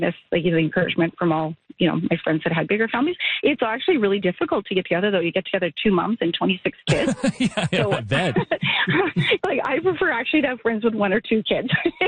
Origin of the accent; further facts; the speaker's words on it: Regina, Saskatchewan, Canada; We're from Regina, Saskatchewan. I grew up in an Indigenous population there.